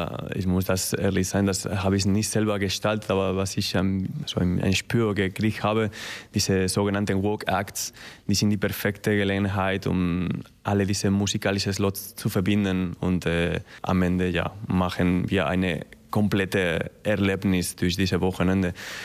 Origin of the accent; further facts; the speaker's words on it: Madrid, Community of Madrid, Spain; German is a second language; also born or lived in Alicante; Ich komme aus Madrid.